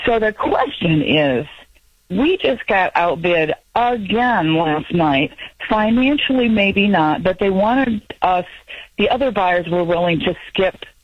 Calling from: Saginaw, Michigan, United States; Our daughter's in Grand Rapids. We're in Saginaw. I mean, we're like 2.5 hours away

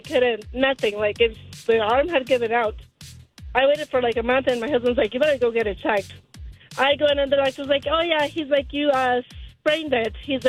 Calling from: Calimesa, California, United States; I'm not in Calabasas. I'm in Calamesa.

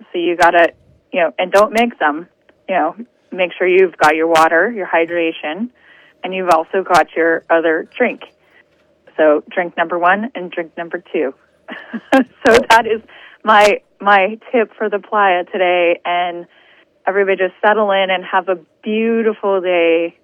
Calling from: New York, United States; We are New Yorker-based

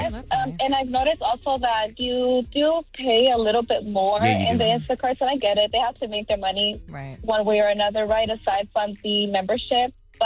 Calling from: North Hollywood, California, United States; I'm calling from North Hollywood.

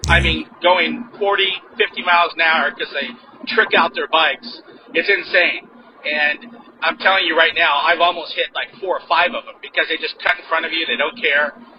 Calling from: San Clemente, California, United States; I'm from South Orange County, San Clemente, California.

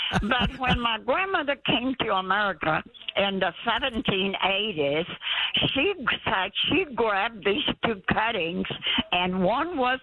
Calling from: Victoria, Texas, United States

